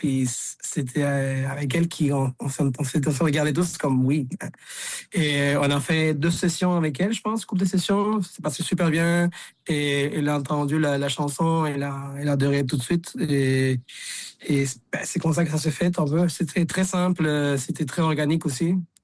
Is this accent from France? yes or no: no; Chile; moved away; Mais moi, c'est que je viens du Chili